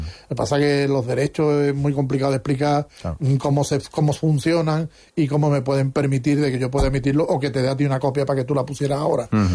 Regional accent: Algeciras, Andalusia, Spain; mi Algeciras de mi arma

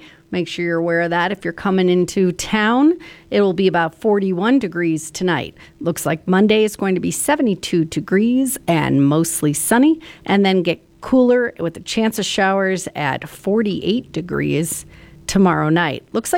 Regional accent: Chicago, Illinois, United States; accent: Chicago; Every time I say chance, I hear my Chicago accent.

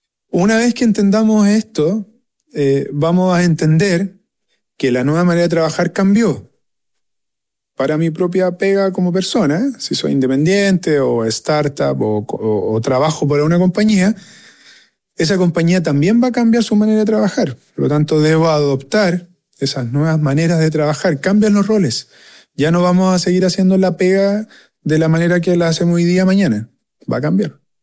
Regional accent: Chile

